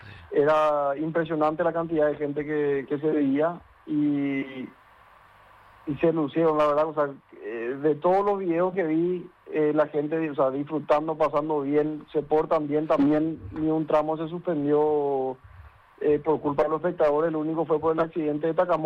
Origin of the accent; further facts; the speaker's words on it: Paraguay; como paraguayo nunca hay que rendirse y siempre sacar el pecho y salir adelante